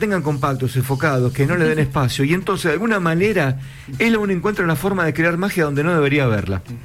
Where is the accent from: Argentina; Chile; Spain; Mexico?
Argentina; nosotros somos argentinos